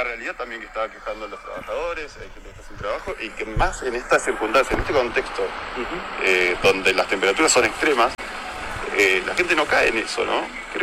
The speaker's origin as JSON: {"language": "Spanish", "country": "Argentina", "said": "Es un contexto de todo. Todos somos argentinos."}